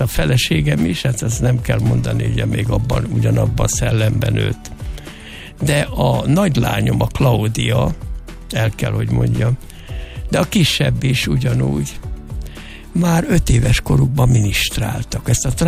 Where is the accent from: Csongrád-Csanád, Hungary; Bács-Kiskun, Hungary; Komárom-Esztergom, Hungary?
Bács-Kiskun, Hungary; Kalocsa; Én olyan millióban nőttem föl, édesanyám is nagyon vallásos volt, főleg anyám. És Kalocsa, hát nem kell mondani, az volt a Fellegvár, a kalocsai érsekség, ugye?